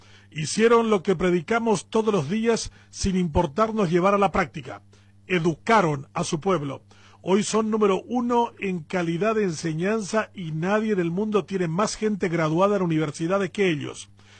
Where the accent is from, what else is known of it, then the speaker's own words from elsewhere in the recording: Paraguay; Somos unos inútiles como paraguayos.